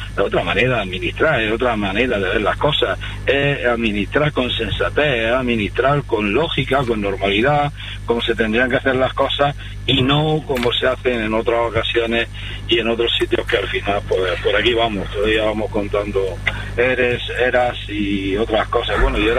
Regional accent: Alcóntar, Andalusia, Spain; la primera vez que yo me presenté a las elecciones aquí en mi pueblo, en Arconta

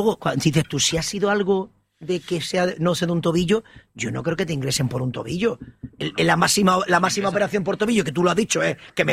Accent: Almería, Andalusia, Spain; que tontos no somos los almerienses y que tontos no somos los aficionados

